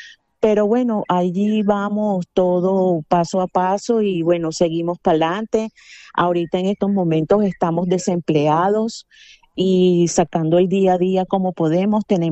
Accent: Barranquilla, Atlántico, Colombia; now in Venezuela; yo soy de Barranquilla, Colombia, yo estoy aquí desde el 2000, llegué aquí a venir a conocer el país

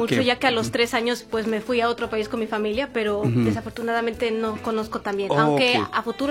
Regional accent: Puebla, Mexico; México, de la ciudad de Puebla.

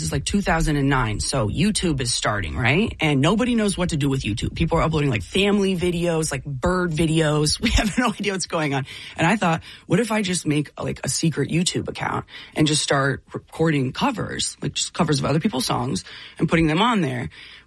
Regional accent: Worthington, Ohio, United States; Yeah, I grew up in Worthington. I went to the same high school my dad did, which is an awesome blessing, Thomas Worthington.

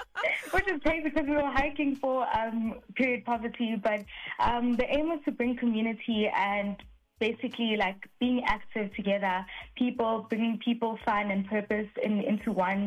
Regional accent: South Africa; born there; I grew up in the township

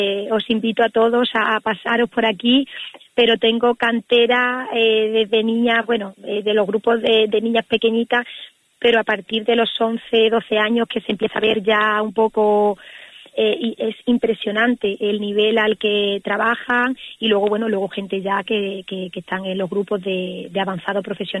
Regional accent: Magacela, Extremadura, Spain; yo soy de Magacela.

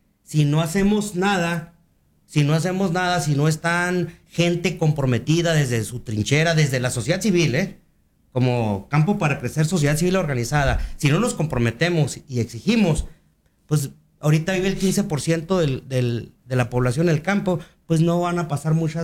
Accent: Mexico; Y digo amigos porque somos mexicanos todos.

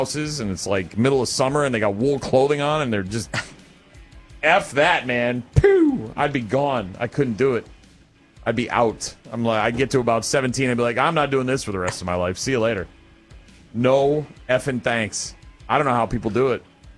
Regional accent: New Hampshire, United States; New Hampshire, my home state

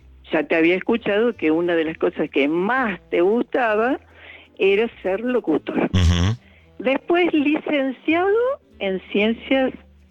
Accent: Córdoba, Argentina

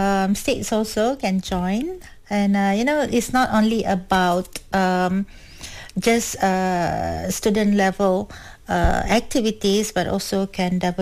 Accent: Pahang, Malaysia; Tourism Pahang joining. I am from Pahang actually.

